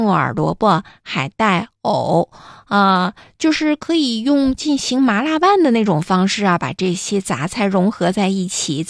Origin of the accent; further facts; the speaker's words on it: Northeast China, China; 咱们东北人最擅长了